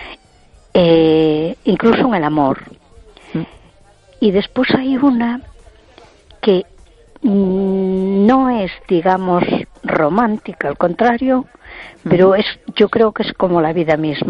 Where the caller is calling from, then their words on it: A Coruña, Galicia, Spain; de Coruña.